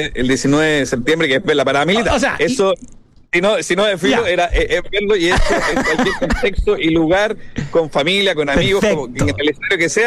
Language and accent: Spanish; Chile; sino entendernos que como chilenos tenemos una historia